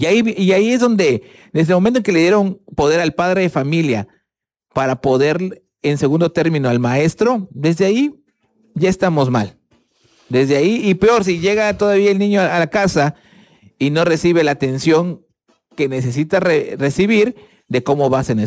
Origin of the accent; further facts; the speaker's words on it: Chiapas, Mexico; Somos doblemente mexicanos, la anexión de Chiapas a México y el grito de independencia.